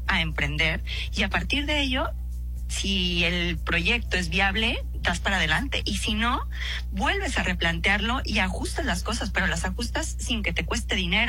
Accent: Mexico; moved away as an adult; now in Spain; los mexicanos hemos aprendido a ser un poco más cautelosos

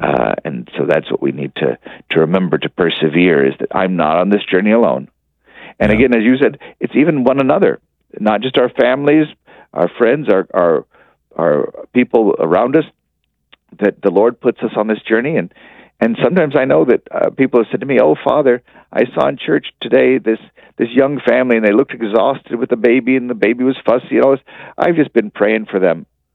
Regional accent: Texas, United States; I grew up in the Bible Belt in Texas, and so I had a lot of Baptist friends growing up

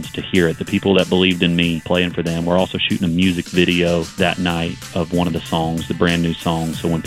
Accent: Patoka, Illinois, United States; born or raised there

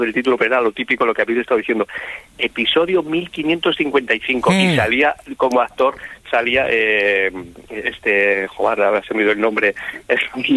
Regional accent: Tórtoles de Esgueva, Castile and León, Spain; now in Alcalá de Henares, Spain; Mira, estoy en Alcalá, es un culebrón ya en sí, pero yo soy de Tortola de Gueva, de Burgos, y te mando un saludo de nuestra tierrilla.

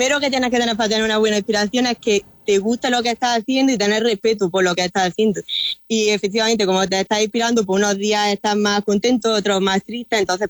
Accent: Andalusia, Spain

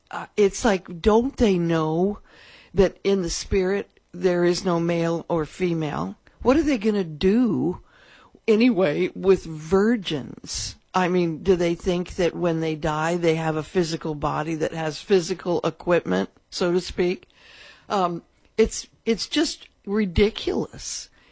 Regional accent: California, United States; now in Tahlequah, United States; I grew up in California, surrounded by 11 million people, and I was one that couldn't wait to get away from that.

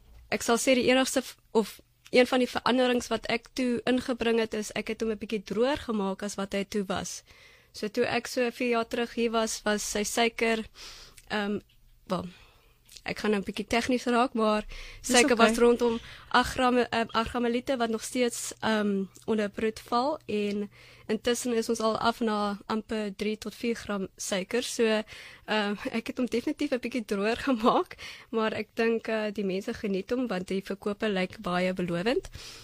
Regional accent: Germany; first language German; Afrikaans is a second language; moved away as an adult; now in South Africa; so my moedertaal is Duits, ja. En ek het in Duitsland geswat, so natuurlik het ek in Duitsland al gewerk

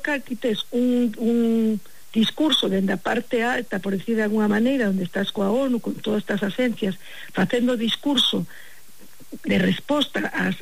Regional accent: Galicia, Spain; para min como galega é unha honra, esa verdade.

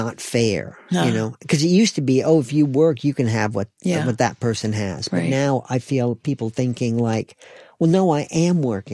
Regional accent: North Carolina, United States; also born or lived in Western New York State, United States; But I grew up in North Carolina, but my family moved from Western New York State when I was in second grade.

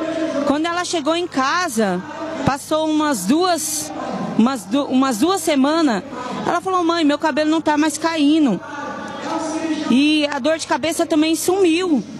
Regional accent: São Paulo, Brazil; Eu venho daqui de São Paulo mesmo.

